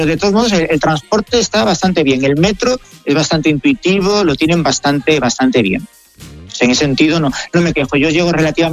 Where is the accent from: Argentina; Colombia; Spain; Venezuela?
Spain; now in Seoul, South Korea; Ya me he acostumbrado a la vida de Seúl. O sea, mi pueblo está muy bien, adoro mi pueblo, pues, pero para visitarlo, ¿no? En vacaciones.